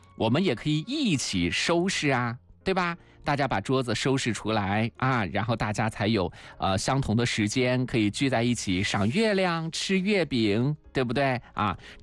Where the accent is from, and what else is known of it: China